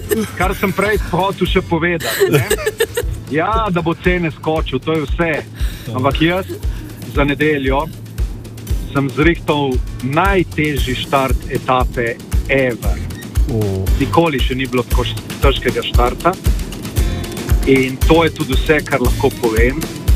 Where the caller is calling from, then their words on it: Koper, Obalno-kraška, Slovenia; seveda tam nisem iz Izole, sem iz Kopra.